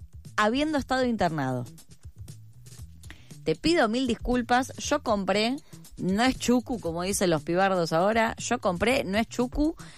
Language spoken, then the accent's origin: Spanish; Buenos Aires, Argentina; Estas son cosas que pasan mientras somos porteños.